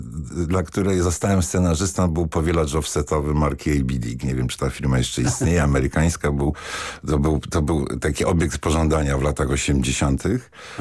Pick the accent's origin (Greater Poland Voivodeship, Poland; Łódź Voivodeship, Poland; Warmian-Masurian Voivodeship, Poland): Łódź Voivodeship, Poland; Łódź; w mojej rodzinnej Łodzi. Tak to jest bardzo ważne, bo w Łodzi się urodziłem i tam działałem, tam obalałem ustrój miniony.